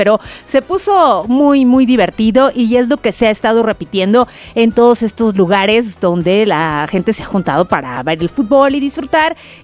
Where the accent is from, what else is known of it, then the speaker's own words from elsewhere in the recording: Mexico; pues lo que falte para que se note, sí, que somos, sí, mexicanos.